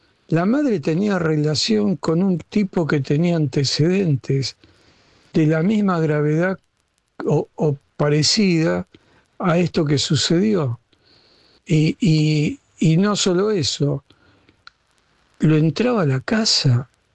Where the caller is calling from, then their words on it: Buenos Aires, Argentina; de Valvanera, Capital Federal.